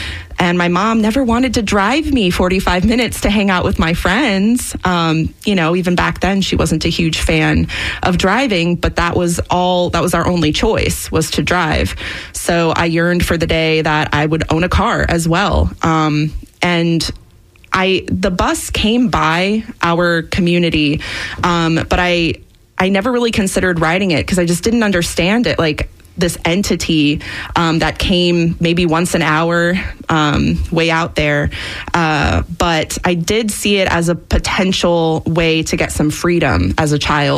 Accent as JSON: {"language": "English", "town": "St. Petersburg", "region": "Florida", "country": "United States", "also_born_or_lived": "Portland, Oregon", "said": "I'm from St. Pete, actually, on the other side of the bridge. I was born and raised in a very suburban environment."}